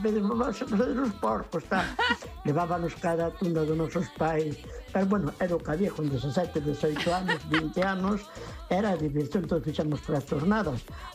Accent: Ramallosa, Galicia, Spain; Ramallosa 2000, o meu pobo

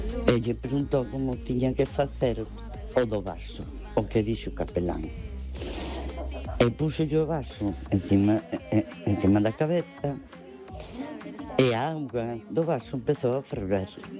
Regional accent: Ferrol, Galicia, Spain; Boas noites … de Ferrol

